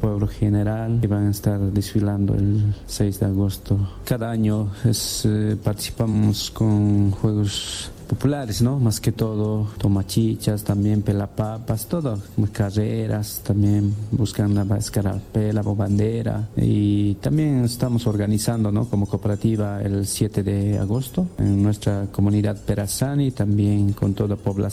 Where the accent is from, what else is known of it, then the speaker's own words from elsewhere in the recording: Bolivia; Como bolivianos, mira, yo diría, pedazos está cayendo nuestra Bolivia.